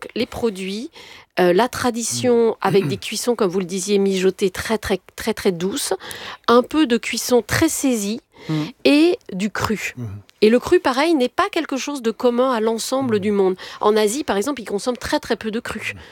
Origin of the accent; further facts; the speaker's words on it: Tunisia; born there; Mais je suis née en Tunisie.